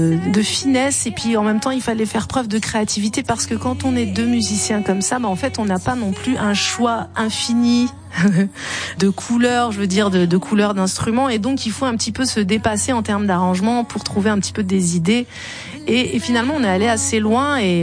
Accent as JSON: {"language": "French", "country": "Algeria"}